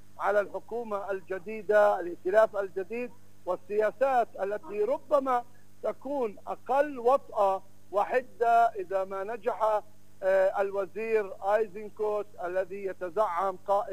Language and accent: Arabic; Palestine; نحن كفلسطينيين